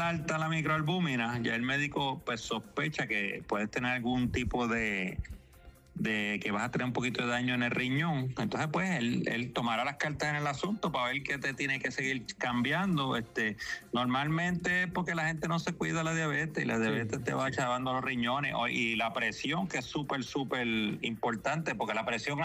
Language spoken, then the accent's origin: Spanish; Isabela, Puerto Rico; Nosotros somos de Isabela, criados aquí.